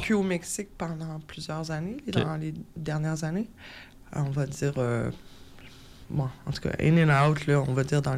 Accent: Montreal, Quebec, Canada; moved away as an adult; now in Quebec City, Canada

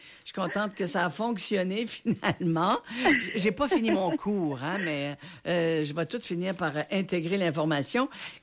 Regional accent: Tracadie, New Brunswick, Canada; Moi aussi, je suis Tracadie.

